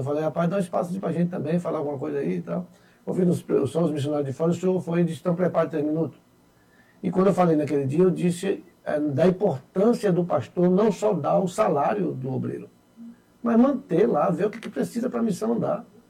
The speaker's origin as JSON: {"language": "Portuguese", "region": "Bahia", "country": "Brazil", "tie": "born there", "moved": "yes", "said": "Eu estava a 50 quilômetros de Eunápolis. Para mim foi o maior desgosto da minha vida estar ali, perto da minha cidade natal."}